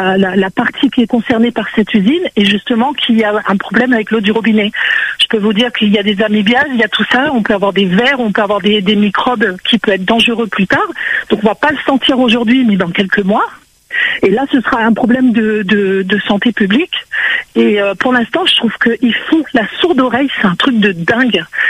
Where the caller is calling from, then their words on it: Le Tampon, Réunion; Je suis tamponnaise, j'habite au Dacy.